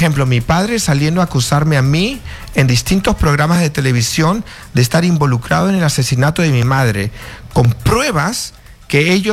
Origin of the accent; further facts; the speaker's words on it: Peru; moved away; yo como peruano